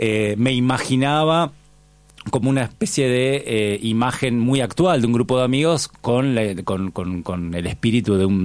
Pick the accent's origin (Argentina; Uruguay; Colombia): Argentina; Monte Grande, Buenos Aires Province; yo soy del conurbano bonaerense, soy de Monte Grande